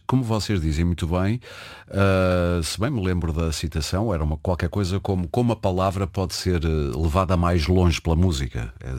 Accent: Porto, Norte, Portugal; eu como sou do Porto

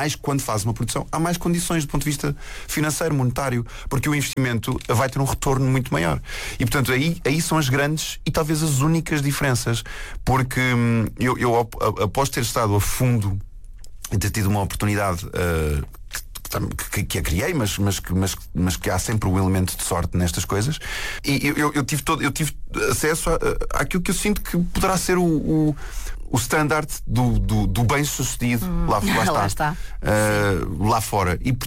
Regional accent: Portugal; Nós temos muitos defeitos como portugueses

